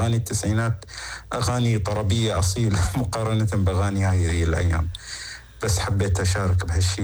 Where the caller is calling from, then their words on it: Saudi Arabia; أنا من السعودية.